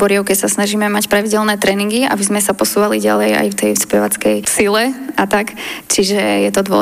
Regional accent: Staškovce, Prešov Region, Slovakia; moved away as an adult; now in Košice, Slovakia; Momentálne študujem na ekonomickej fakulte v Košiciach. Ja som sa narodila v Staškovciach, čo je rusínska obec, a takisto aj rodičia nás naučili po rusínsky

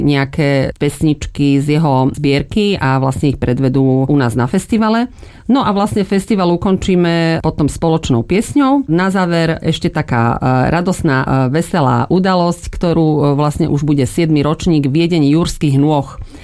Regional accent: Záhorie, Slovakia

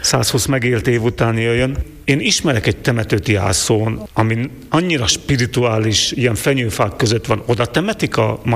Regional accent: Moldava nad Bodvou, Košice Region, Slovakia; Szepsiben nőttem fel, ez a közeli kisváros

